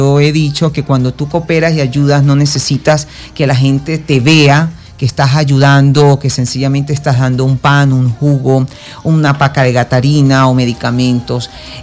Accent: Caracas, Capital District, Venezuela; born there; moved away; nací en Caracas y es una tierra que además amo

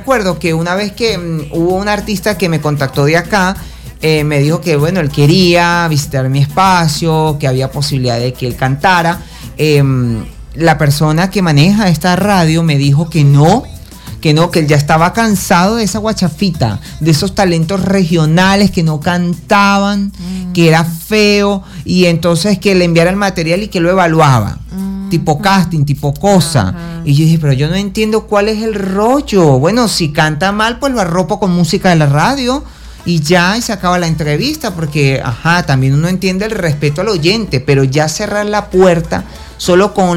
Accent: Venezuela

